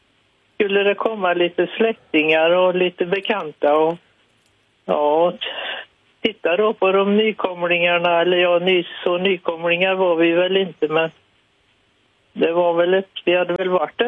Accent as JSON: {"language": "Swedish", "town": "Ulricehamn", "region": "Västra Götaland County", "country": "Sweden", "tie": "born there", "also_born_or_lived": "Finland", "lives_now": "Skövde, Sweden"}